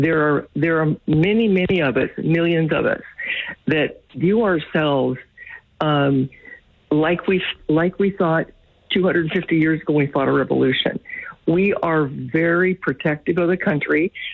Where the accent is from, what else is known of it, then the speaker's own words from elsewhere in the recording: United States; My thought as an American